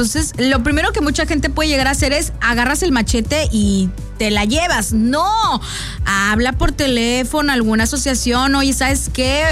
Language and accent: Spanish; Coatzacoalcos, Veracruz, Mexico; Antes, cuando estaba chiquita, yo vivía en Coatzacoalcos. Yo soy de Coatzacoalcos. Entonces, vivíamos en una colonia que estaba enfrente de la playa.